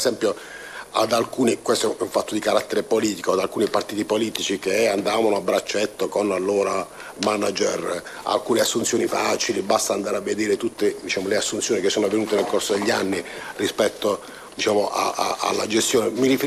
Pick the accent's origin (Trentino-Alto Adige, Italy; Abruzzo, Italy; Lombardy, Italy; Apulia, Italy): Apulia, Italy; Bari